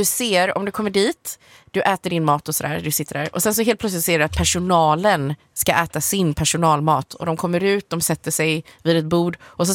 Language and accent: Swedish; China; Alltså, som kines så vet jag att det finns lite restauranger här och var som kanske är så här, en vanlig sushi-restaurang eller en vanlig så här nudelrestaurang.